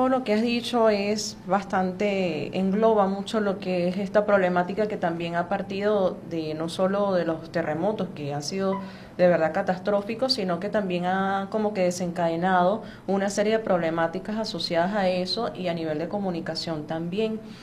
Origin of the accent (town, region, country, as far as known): Venezuela